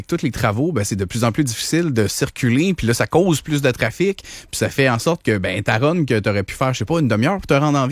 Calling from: Lévis, Quebec, Canada; moi aussi, je suis de la Rive-Sud, puis moi, je suis à Lévis

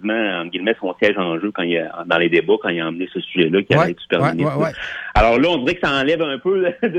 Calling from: Lévis, Quebec, Canada; j'appelle de Lévis.

